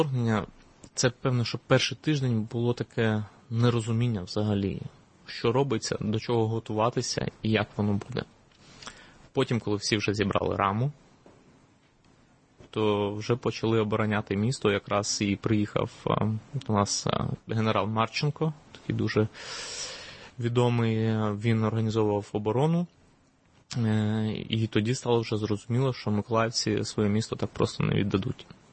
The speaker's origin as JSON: {"language": "Ukrainian", "town": "Mykolaiv", "region": "Mykolaiv Oblast", "country": "Ukraine", "tie": "born or raised there", "said": "місто, звичайно, воно завжди залишиться моїм рідним містом, і містом, де я народився, де народилась моя дитина, де я зустрів свою дружину"}